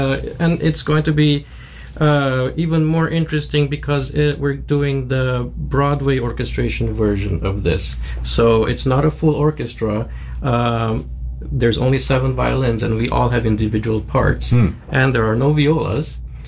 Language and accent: English; Romania; moved away; I grew up in Romania